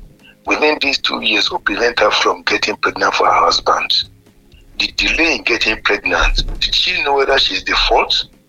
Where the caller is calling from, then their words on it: Nigeria; from Olugbe area.